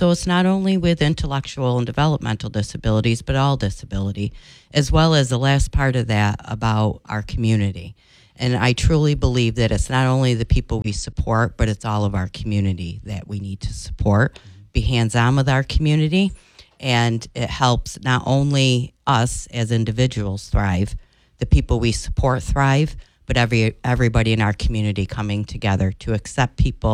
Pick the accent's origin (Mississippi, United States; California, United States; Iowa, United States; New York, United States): New York, United States; Herkimer; I grew up in Herkimer. Still live in Herkimer.